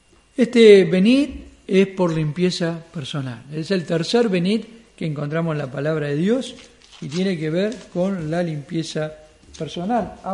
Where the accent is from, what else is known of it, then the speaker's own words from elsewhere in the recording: Argentina; por más que acá mi documento diga que yo soy argentino, nativo, que yo nací acá en territorio argentino